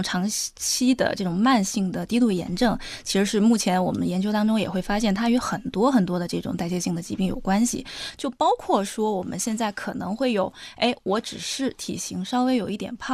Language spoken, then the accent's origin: Chinese; China